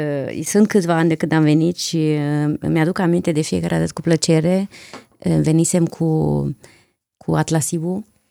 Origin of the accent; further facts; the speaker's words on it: Alba Iulia, Alba County, Romania; Ja, ich komme aus Transsilvanien, wo Dracula herkommt, wie man immer so sagt hier, aus Alba Iulia, so genannt auch Karlsberg auf Deutsch